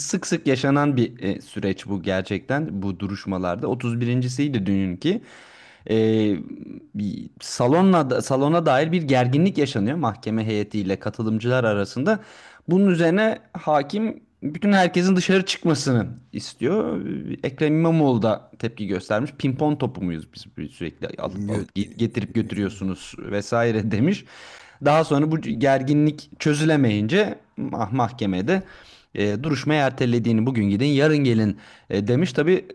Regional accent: Bursa, Turkey; Ben de bir Bursalı olarak yakından biliyorum bu durumu gerçekten.

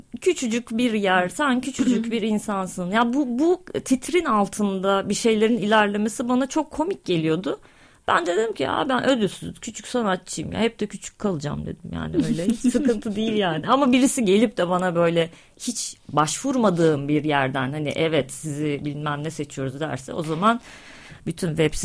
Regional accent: Gölcük, Kocaeli, Turkey; born there; Gölcük depremi oldu. Ben ortaokuldaydım o zaman. Biz başka bir şehre taşındık. Babamın memleketine taşındık.

